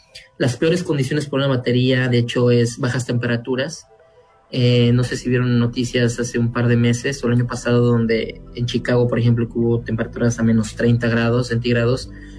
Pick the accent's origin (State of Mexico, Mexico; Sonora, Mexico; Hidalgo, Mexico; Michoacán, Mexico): Hidalgo, Mexico; Pachuca; moved away as an adult; also born or lived in Monterrey, Nuevo León / Guadalajara, Jalisco; now in United States; yo soy oriundo de Idapan, estudié la secundaria ahí en Pachuca, la preparatoria también, ahí y de ahí me moví para la Universidad de Nuevo León.